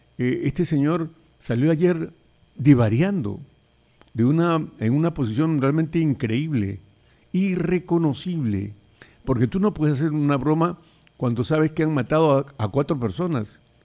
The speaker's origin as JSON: {"language": "Spanish", "country": "Peru"}